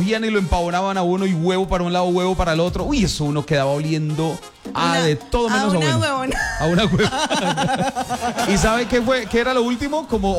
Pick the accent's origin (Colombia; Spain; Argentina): Colombia; San Antonio, Tolima; Cuando uno cumplía años en mi pueblo natal, en San Antonio, Tolima.